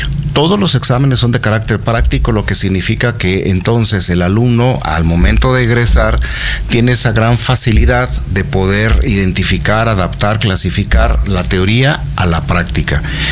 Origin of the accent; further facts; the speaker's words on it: Mexico; moved away as an adult; now in Ecuador; soy mexicano, soy de formación híbrida también, criminólogo criminalista, y pues tengo ya aquí en Ecuador justamente compartiendo estos conocimientos ya algunos meses